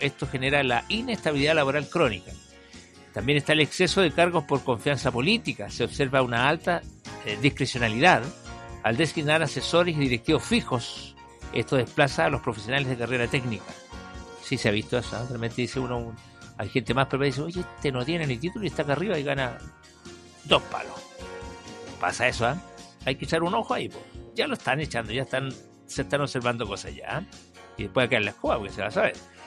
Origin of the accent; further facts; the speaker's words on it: Chañaral, Atacama, Chile; born there; now in Vallenar, Chile; nací en Chañaral, estuve harto tiempo en Chañaral y después me vine a vivir a Vallenar con la familia completa. Mi padre fue trasladado por la CMP para acá